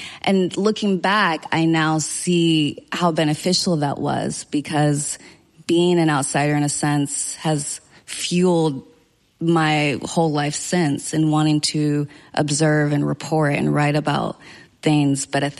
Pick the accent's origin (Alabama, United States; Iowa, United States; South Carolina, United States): Alabama, United States; Yeah, I call it the sort of insider-outsider status, which was, in so many ways, my life was very Southern. I went to public school.